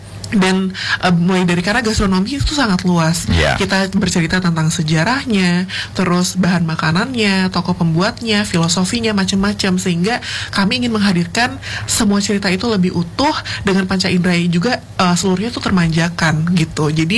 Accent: Sumatra, Indonesia; Jadi karena saya dari Sumatera, dan kebetulan memang keluarga itu dari berbagai macam daerah. Ayah dari Jawa Timur, ibu dari Jawa Barat. Terus kami besar dan tinggal di Sumatera.

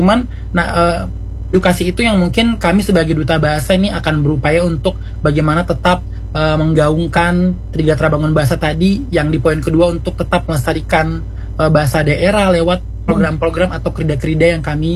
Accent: Papua, Indonesia; bahasa daerah ini memang kita Papua sangat unggul ya, sangat unggul dan mempunyai bahasa daerah terbanyak dibandingkan provinsi-provinsi yang ada di Indonesia

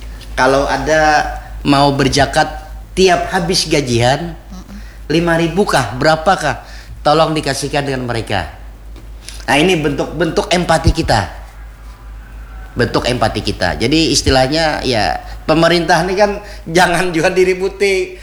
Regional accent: Banjarmasin, South Kalimantan, Indonesia; Sebagai warga Banjarmasin dan asli Banjarmasin

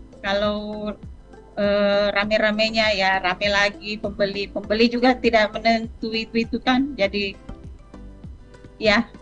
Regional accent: Sinjai, South Sulawesi, Indonesia; now in Kendari, Indonesia; Saya asli Sinjai.

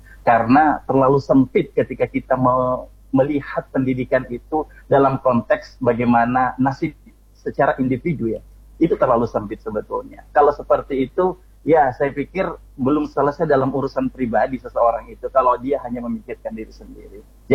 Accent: Watansoppeng, South Sulawesi, Indonesia; saya orang Sopeng ya. Saya sekolah di Sopeng SMA-nya.

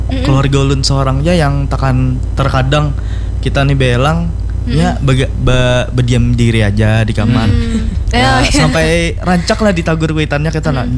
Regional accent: Banjar, South Kalimantan, Indonesia; kita nih orang Banjar kan, Pak. Dikenal dengan orang yang ramah-tamah, sopan santun.

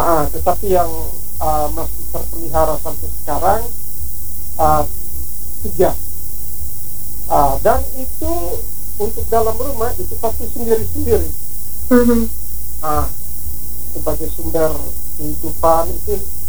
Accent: Wolotopo, East Nusa Tenggara, Indonesia; Jadi menjadi batu penyangga itu filosofi kami orang Dio, teristimewa di Wolotopo.

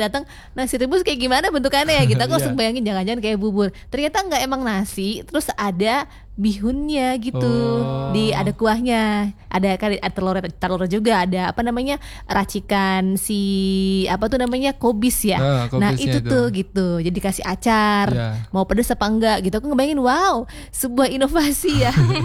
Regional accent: West Java, Indonesia; now in Yogyakarta, Indonesia; jadi kan aku asli Jawa Barat.

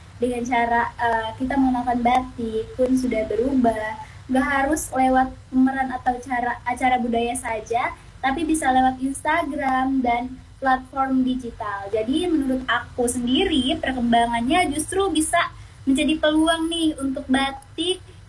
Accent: Lebak, Banten, Indonesia; Ini tentunya batik Lebak, batik kebanggaan kami, budaya kami dari Lebak.

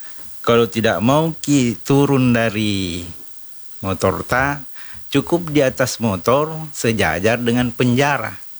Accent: South Sulawesi, Indonesia; atau kita sebagai Bugis Makassar sebelum dan sesudah Ramadan itu pergi siarah kubur.

